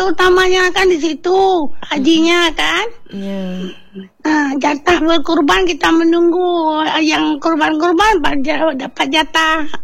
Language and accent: Indonesian; Aceh, Indonesia; ini aja udah alhamdulillah semua udah paham kita orang Aceh.